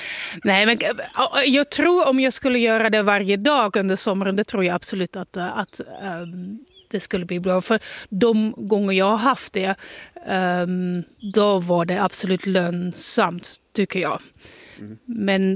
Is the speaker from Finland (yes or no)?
no; Netherlands; now in Sweden; jag är från Nederländerna